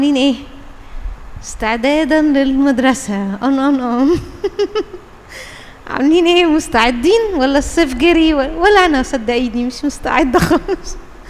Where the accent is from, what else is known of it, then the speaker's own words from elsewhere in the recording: Upper Egypt, Egypt; انا اساسا اصلي من الصعيد